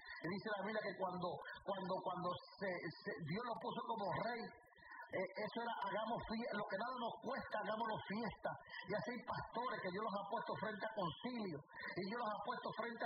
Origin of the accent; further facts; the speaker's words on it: Puerto Rico; accent: speaks with the L and the R (Puerto Rican L/R); yo soy puertorriqueño y yo hablo con la L y con la R